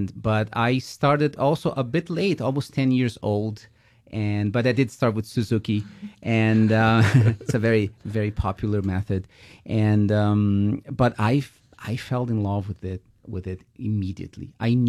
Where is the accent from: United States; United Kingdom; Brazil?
Brazil; moved away; I grew up, I'm also from Brazil like Roberto